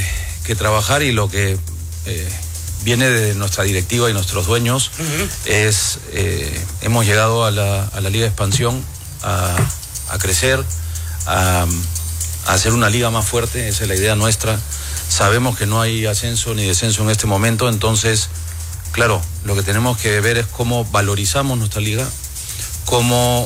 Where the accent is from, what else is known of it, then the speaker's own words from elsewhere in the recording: Lima, Peru; Yo soy de Lima, Perú.